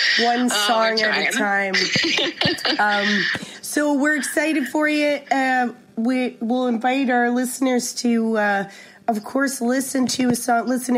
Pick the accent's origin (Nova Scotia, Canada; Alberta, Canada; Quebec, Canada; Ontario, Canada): Nova Scotia, Canada; Cape Breton; You do a lot of, I'm from Cape Breton, so I love me a benefit, you know?